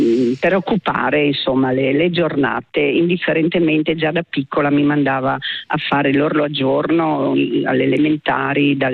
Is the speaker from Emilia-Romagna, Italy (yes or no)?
no; Timau, Friuli-Venezia Giulia, Italy; perché io sono originaria di Timau e Cardia, e c'era appunto la fiaba legata a Silverio.